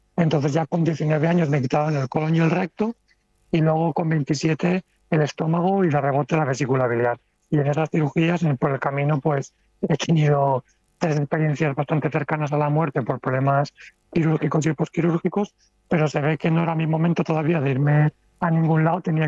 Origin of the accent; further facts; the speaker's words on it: Valencia, Valencian Community, Spain; yo soy de Valencia